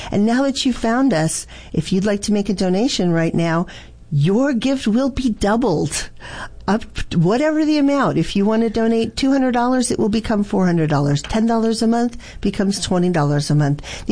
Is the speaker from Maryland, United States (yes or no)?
no; Colorado, United States; And a wonderful story from my home state, Lake City, and a great example of community coming together for a common good.